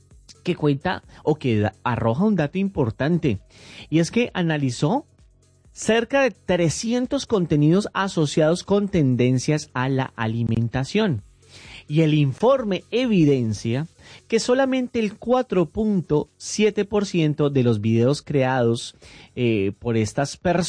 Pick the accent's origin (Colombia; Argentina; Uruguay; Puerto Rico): Colombia; soy colombiano, me encanta la buena música